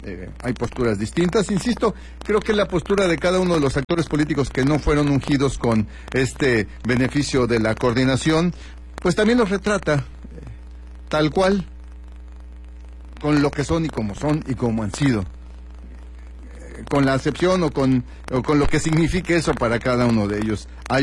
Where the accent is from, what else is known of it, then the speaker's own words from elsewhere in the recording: Mexico; la alegría de ser mexicanos, el orgullo de ser mexicanos